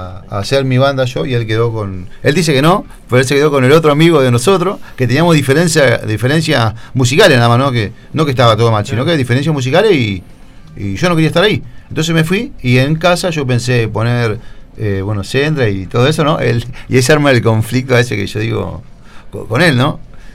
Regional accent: Buenos Aires, Argentina; Yo que soy de Argentina, de Buenos Aires

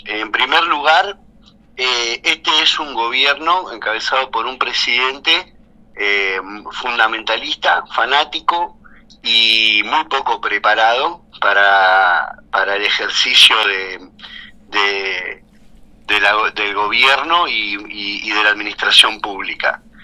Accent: Argentina; estamos sufriendo hoy los argentinos

